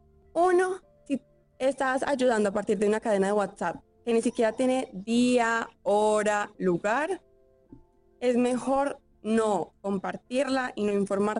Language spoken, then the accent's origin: Spanish; Colombia